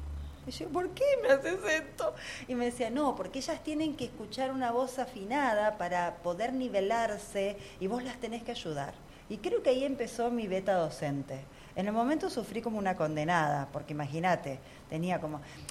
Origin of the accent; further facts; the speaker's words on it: Monte Grande, Buenos Aires Province, Argentina; allá de donde soy yo, que soy de Monte Grande, el conurbano bonaerense.